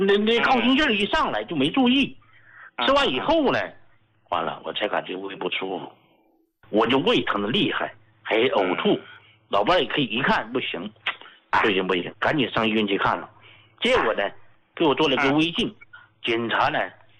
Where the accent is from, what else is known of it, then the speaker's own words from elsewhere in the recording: Sichuan, China; 睡得安逸了。用我们四川话讲呢，那睡得踏实了。